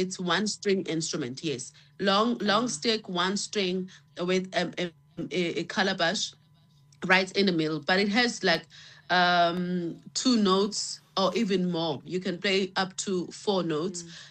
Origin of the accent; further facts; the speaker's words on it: Mandeni, KwaZulu-Natal, South Africa; I grew up in Mandeni, north of KZN, which is Amakhaya.